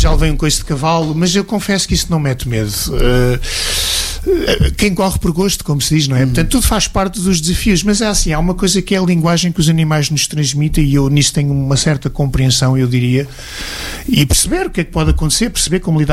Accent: Portugal; Ana Portugali, sou árabe, sou português.

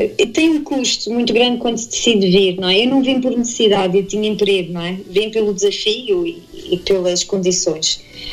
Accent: Portugal; sou de Portugal

